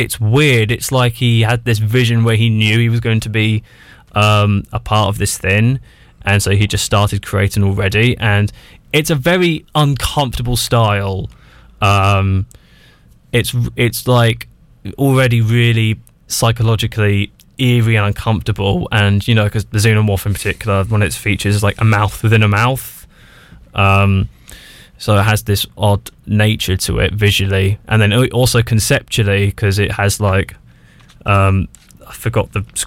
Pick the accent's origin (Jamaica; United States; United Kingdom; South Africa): United Kingdom; also born or lived in Switzerland; we're both British